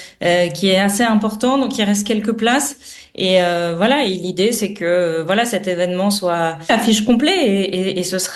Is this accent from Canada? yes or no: no; Nouvelle-Aquitaine, France; moved away; moi je suis originaire donc du Terrassonnais, j'ai toute ma famille qui est à Pazaillac